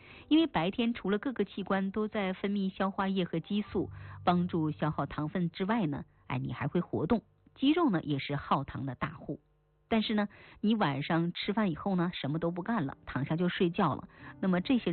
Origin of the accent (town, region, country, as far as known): China